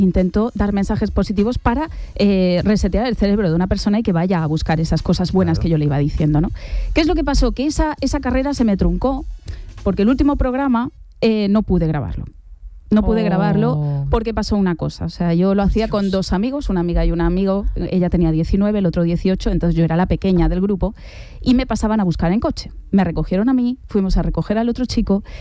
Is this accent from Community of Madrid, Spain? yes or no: no; Calvià, Balearic Islands, Spain; Yo colaboraba en una radio de estas locales de ahí de mi pueblo, de Calvía, como os dije el otro día.